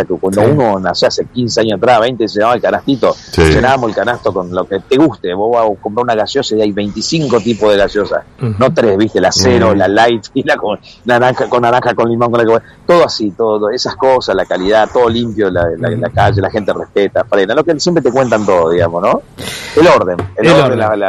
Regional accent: Santa Fe, Argentina; moved away as an adult; now in Spain; estoy haciendo stream, ya lo vengo haciendo desde Argentina.

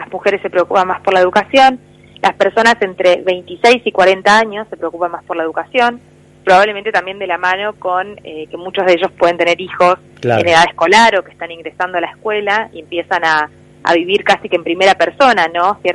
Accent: Argentina; a nosotros como argentinos no nos sorprende

